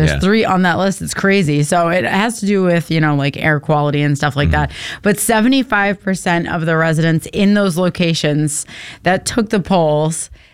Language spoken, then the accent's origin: English; New England, United States; I'm from New England